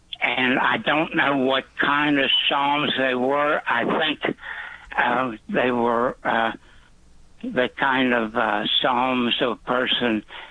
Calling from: Kentucky, United States; I'm calling from Northern Kentucky

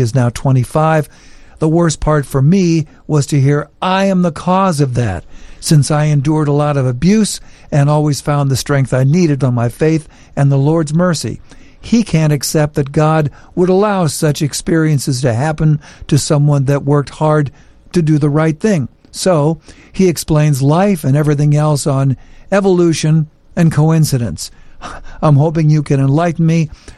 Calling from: Washington, United States; I'm listening from Washington State.

